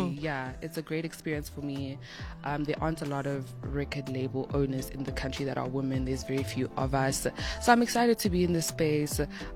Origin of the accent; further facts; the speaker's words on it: South Africa; I mean, I'm from South Africa, guys. This is the dance capital.